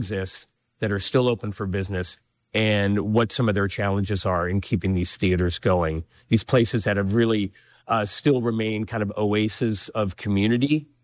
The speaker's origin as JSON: {"language": "English", "region": "Oregon", "country": "United States", "tie": "born or raised there", "also_born_or_lived": "Seattle / Washington", "said": "I come from Seattle, and we used to have a vibrant art house scene in Seattle. Many of those theaters have closed. I also grew up in small parts of the West, mainly Eastern Oregon and parts of Washington."}